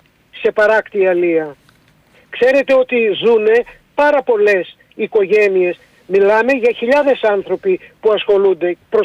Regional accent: Greece; Εγώ είμαι ντόπιος. Εδώ είναι τα κόκαλα των προγόνων μας, εδώ ζούμε εμείς, τα παιδιά μας, εδώ θα αφήσουμε τα δικά μας κόκαλα.

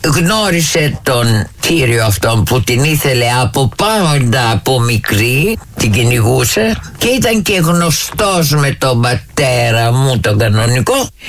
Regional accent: Athens, Attica, Greece; born there; Γεννήθηκα στο Κουκάκι.

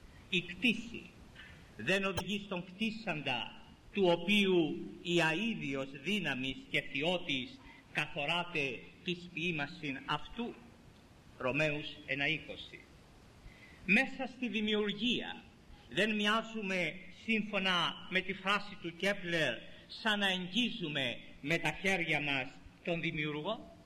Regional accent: Corfu, Ionian Islands, Greece; στο νησί μου την Κέρκυρα

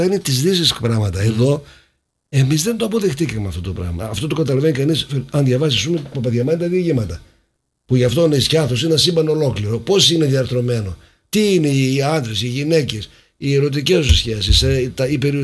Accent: Serres, Central Macedonia, Greece; moved away; Και εγώ είμαι Μακεδόνας. Γεννήθηκα στις Σέρες. Οι γονείς μου είναι από διάφορα άλλα μέρη της Ελλάδας

